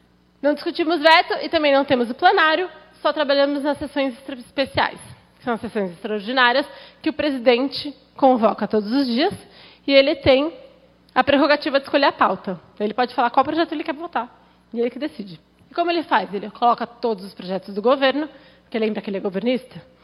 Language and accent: Portuguese; Limeira, São Paulo, Brazil; porque hoje é aniversário de Limeira e eu sou de Limeira.